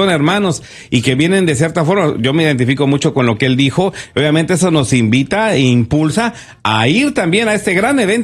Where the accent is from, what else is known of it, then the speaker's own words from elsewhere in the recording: Oaxaca, Mexico; yo soy del estado de Oaxaca y ahí en mi tierra abundan los colibríes